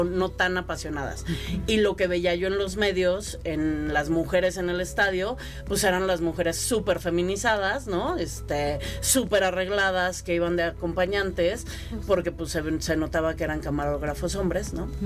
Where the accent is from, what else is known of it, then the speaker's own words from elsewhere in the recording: San Luis Potosí, Mexico; also born or lived in Mexico City; Mira, yo nací en Ciudad de México, me vine a San Luis muy chica.